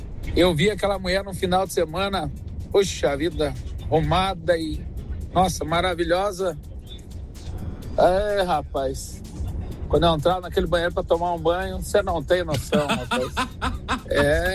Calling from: Adrianópolis, Paraná, Brazil; Sou da cidade de Adrianópolis.

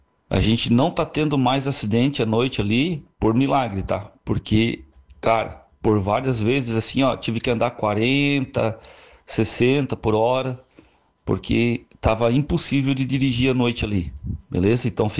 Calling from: Santa Catarina, Brazil; do bairro Vila Nova.

